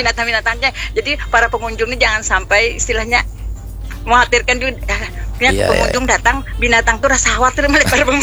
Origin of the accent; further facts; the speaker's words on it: Banjarmasin, South Kalimantan, Indonesia; Jadi harapan kami itulah sebagai warga Banjarmasin, mudah-mudahan ini berlanjut.